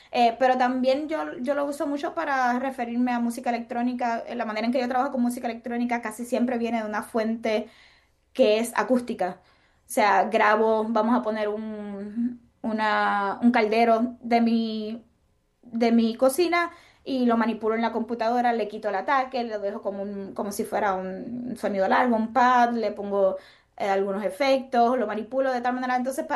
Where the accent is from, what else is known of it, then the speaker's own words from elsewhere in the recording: Puerto Rico; now in United States; como compositora puertorriqueña viviendo en los Estados Unidos me tocan muy profundo